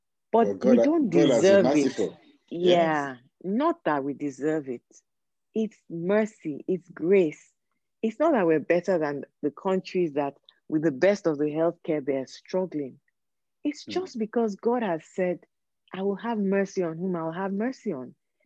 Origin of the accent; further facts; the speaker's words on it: Nigeria; I'm an intercessor for Nigeria. Nigeria is my assignment. And I'm Nigerian.